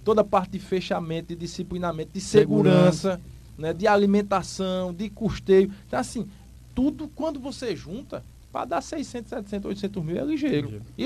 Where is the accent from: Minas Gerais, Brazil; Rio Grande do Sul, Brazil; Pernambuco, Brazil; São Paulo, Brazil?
Pernambuco, Brazil; Caruaru; born there; Eu nasci em Caruaru também.